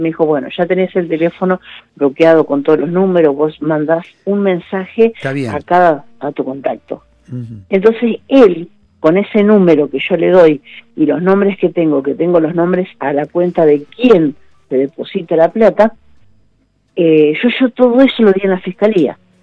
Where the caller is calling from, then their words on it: San Justo, Buenos Aires Province, Argentina; De San Justo, mi amor, de San Justo.